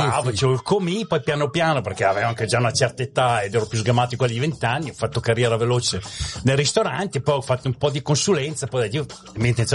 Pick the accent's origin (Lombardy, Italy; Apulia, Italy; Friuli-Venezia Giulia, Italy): Lombardy, Italy; moved away; Fuori Milano, in provincia